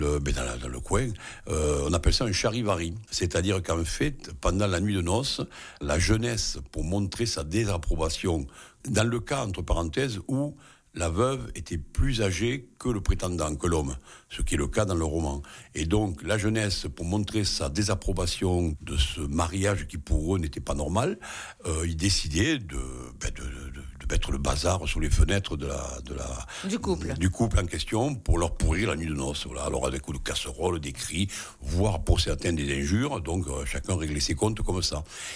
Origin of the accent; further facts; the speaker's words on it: Béziers, Occitanie, France; moved away as an adult; now in Gajan, France; je ne suis pas natif de Gajan, mais moi je suis originaire de Béziers, de la région bitéroise, mais je suis arrivé à Gajan il y a 45 ans quasiment.